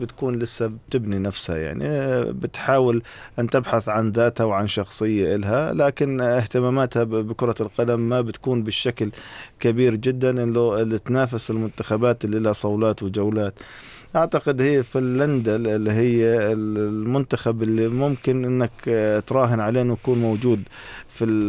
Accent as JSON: {"language": "Arabic", "country": "Jordan", "said": "المباراة عندنا بالأردن على 1:30"}